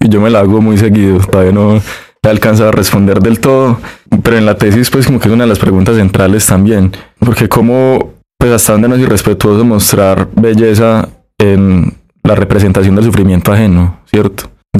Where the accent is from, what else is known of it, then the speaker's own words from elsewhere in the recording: Medellín, Antioquia, Colombia; born there; yo que nací en Medellín, que nací en una época, que vi en mi infancia algunas cosas y en mi adolescencia otras y en mi adultez otras, que fui criado también por una familia con cierto estrato socioeconómico